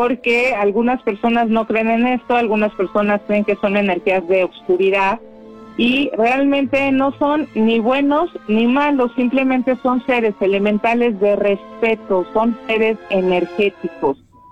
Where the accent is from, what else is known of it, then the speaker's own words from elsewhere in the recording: Mexico; nos ponemos la camiseta porque así somos los mexicanos.